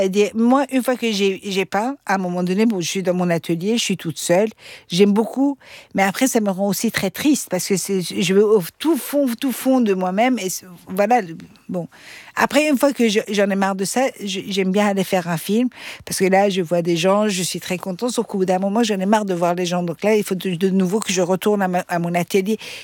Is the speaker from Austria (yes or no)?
yes; Austria; first language Persian; French is a second language; Je parlais le persan, mes parents ils m'ont mis dans une école francophone, après j'ai grandi en Autriche. Voilà, après, bon, l'anglais, il fallait quand même le parler